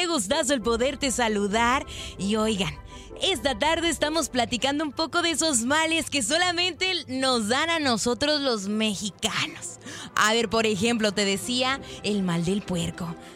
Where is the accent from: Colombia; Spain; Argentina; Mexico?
Mexico; ¿cómo somos los mexicanos de creativos?